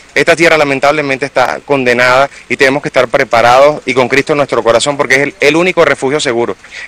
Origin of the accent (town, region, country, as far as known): Venezuela